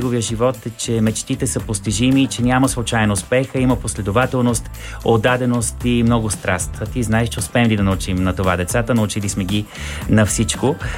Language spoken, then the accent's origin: Bulgarian; Pazardzhik, Pazardzhik Province, Bulgaria; защото и друг път съм споделял с вас и с нашите слушатели, че това е моя роден град.